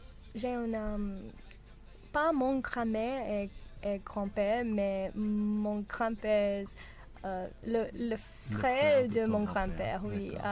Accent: Australia; French is a second language; moved away; also born or lived in Switzerland; Je suis en Australienne.

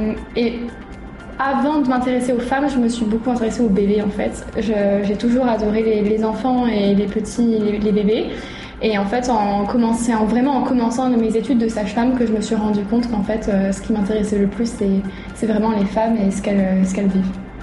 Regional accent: Vanuatu; also born or lived in Paris; sage-femme. Moi, j'ai grandi au Vanuatu, j'ai fait l'école à Colardo, à l'école française, et ensuite, du coup, l'école de sage-femme à Paris.

